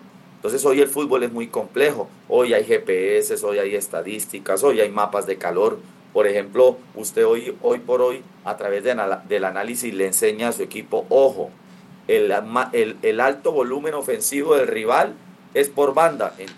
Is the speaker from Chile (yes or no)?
no; Colombia; nosotros como colombianos